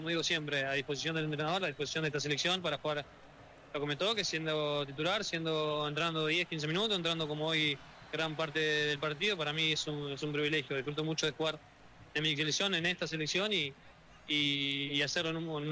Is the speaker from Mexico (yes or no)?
no; Argentina; Nosotros como argentinos estamos también acostumbrados a sufrir